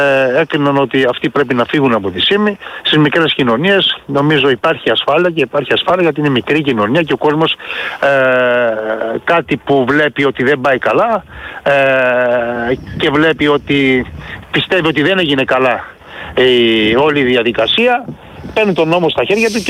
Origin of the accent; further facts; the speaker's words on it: Greece; θα είμαστε Έλληνες